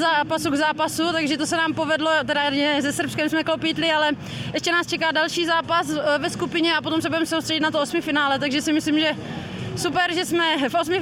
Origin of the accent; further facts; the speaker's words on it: Brno, South Moravian Region, Czechia; já jsem Brňačka